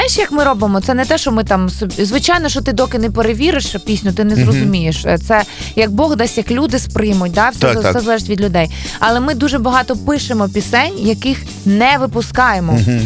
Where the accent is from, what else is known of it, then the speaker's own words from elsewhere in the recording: Chervonohrad, Lviv Oblast, Ukraine; Червоноград, моє рідне місто. Зараз це вже... Шептицький, здається.